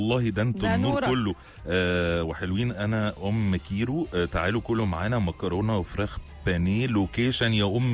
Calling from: Dubai, United Arab Emirates; انا بسمعكم من دبي وانا مروح

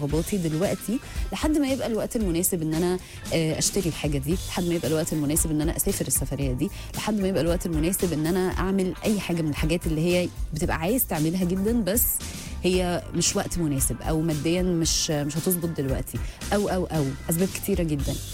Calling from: Alexandria, Alexandria Governorate, Egypt; من اسكندريه

